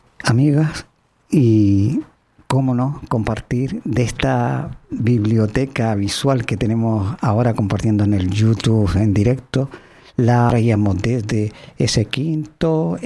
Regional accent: Pereira, Risaralda, Colombia; es el saludo grandísimo también de nuestro José Fernando Ruiz, desde mi tierra pereirana.

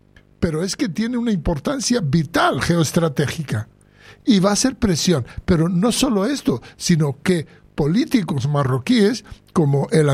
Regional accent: Western Sahara; Nosotros entendemos perfectamente, porque conocemos ya el ente marroquí y sabemos cómo Marruecos trata a los saharauis, que nunca hemos sido marroquíes, que son unos extranjeros que han ocupado nuestra tierra

